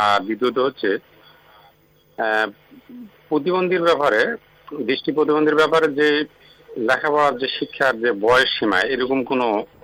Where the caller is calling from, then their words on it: Naogaon, Rajshahi Division, Bangladesh; কথা বলছিলাম … বড়বাড়ির একতা ছোটা ক্লাবের সভাপতি, রহিমাপুর পদিনতলা নওগাঁ থেকে।